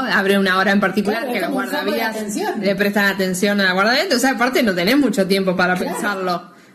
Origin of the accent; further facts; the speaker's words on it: La Plata, Buenos Aires Province, Argentina; nosotros somos de La Plata